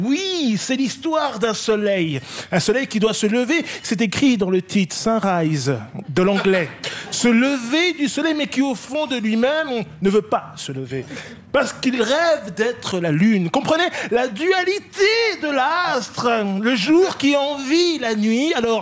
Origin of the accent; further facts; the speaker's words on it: France; réalisateur français.